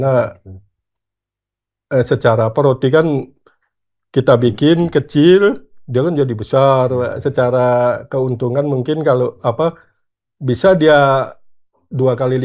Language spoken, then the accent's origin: Indonesian; Medan, North Sumatra, Indonesia; saya kan dari Medan, memang keluarga apa basicnya buat roti, semua Pak kan.